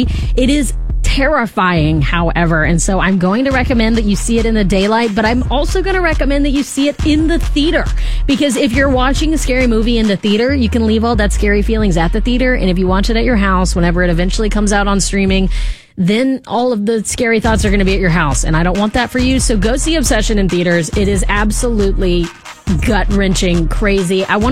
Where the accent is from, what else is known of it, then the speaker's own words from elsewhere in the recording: Mobile, Alabama, United States; now in Pensacola, United States; If you are from Mobile, which I'm from Mobile